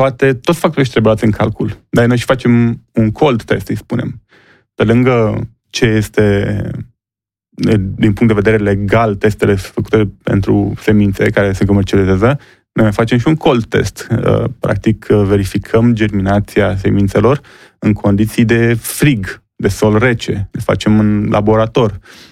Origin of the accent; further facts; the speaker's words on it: Romania; e o mândrie și că pentru noi ca români, că da, a fost creat aici